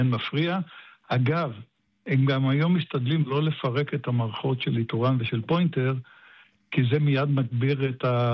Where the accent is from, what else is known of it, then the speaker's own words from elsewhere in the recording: Petah Tikva, Central District, Israel; now in Hod HaSharon, Israel; אני פתח תקוואי במקור.